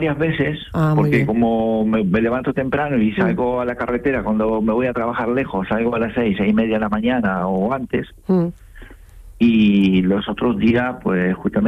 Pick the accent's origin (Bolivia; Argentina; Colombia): Argentina; now in Spain; Bueno, no, yo vivo aquí en España hace unos 26, casi 27 años.